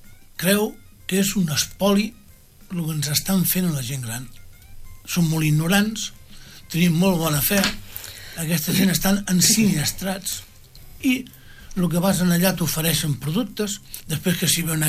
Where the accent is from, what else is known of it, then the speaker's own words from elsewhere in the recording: Rubí, Catalonia, Spain; born there; vam néixer aquí a Rubí.